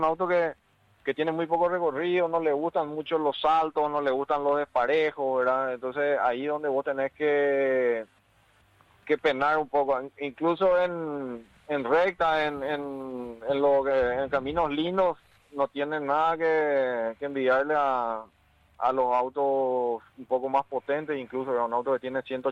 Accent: Villarrica, Guairá, Paraguay; todos los que somos de Villarrica

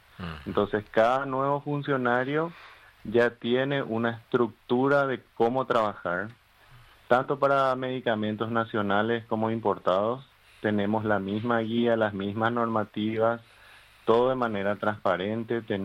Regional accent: Paraguay; como paraguayos tenemos que sentirnos muy orgullosos por este logro

